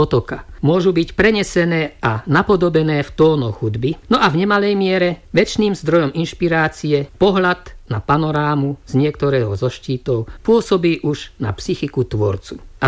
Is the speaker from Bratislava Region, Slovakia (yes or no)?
no; Žilina Region, Slovakia; Pochádzam z Liptova, teda z kraja ovenčeného horami